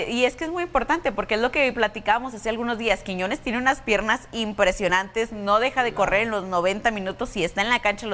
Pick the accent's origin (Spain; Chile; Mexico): Mexico